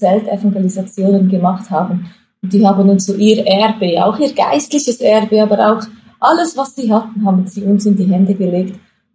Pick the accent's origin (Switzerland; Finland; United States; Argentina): Switzerland; accent: Swiss German; moved away as an adult; now in Hamburg, Germany; Ist mein Schweizerdeutsch, Hochdeutsch so ein bisschen geblieben